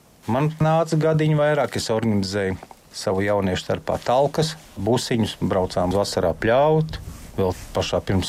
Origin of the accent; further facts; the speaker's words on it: Riga, Latvia; moved away as an adult; now in Gaiziņkalns, Latvia; es kā rīdzinieks tiku Rīgas ceļos, būvēja Rīgā ielas.